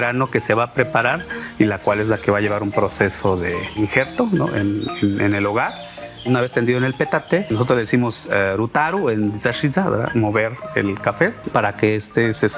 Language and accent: Spanish; Tanetze de Zaragoza, Oaxaca, Mexico